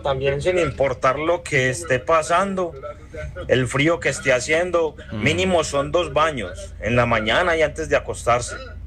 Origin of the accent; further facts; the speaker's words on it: Medellín, Antioquia, Colombia; accent: Medellín; Usted es colombiano, usted es de Medellín, por mi acento. Por mi acento me reconocen donde sea acá.